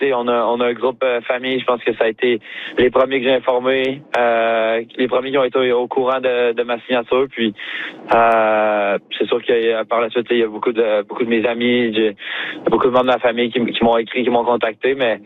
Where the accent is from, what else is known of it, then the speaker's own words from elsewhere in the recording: Quebec, Canada; Comme tu as dit, en tant que Québécois, de jouer pour le Canadien, c'est spécial.